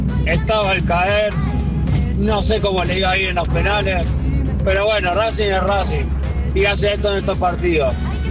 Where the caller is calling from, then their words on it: Lomas de Zamora, Buenos Aires Province, Argentina; de Lomas.